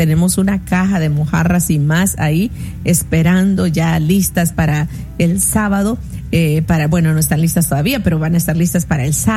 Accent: El Salvador; Incluso en mi departamento, de donde yo soy, en El Salvador, y en el departamento de La Unión, los nuegados no son como tortitas

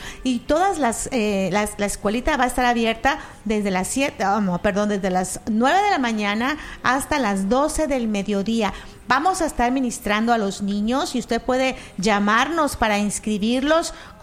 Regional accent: Mexico; now in Houston, United States; yo como mexicana le puedo compartir que en México

